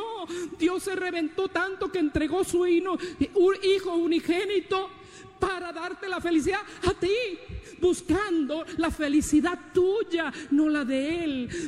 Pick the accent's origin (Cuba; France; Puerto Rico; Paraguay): Puerto Rico; Yo soy de Puerto Rico, él de Venezuela.